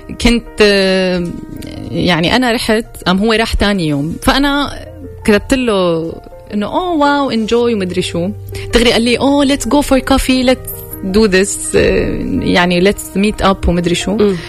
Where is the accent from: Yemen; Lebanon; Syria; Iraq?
Syria; ضيعته بالعراق وضيعتي بسوريا، يعني قراب على بعض